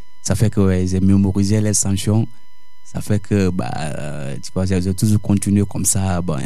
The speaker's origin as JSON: {"language": "French", "country": "Guinea", "also_born_or_lived": "Morocco", "moved": "yes", "lives_now": "France", "said": "Je viens de la Guinée-Conakry, l'Afrique de l'Est."}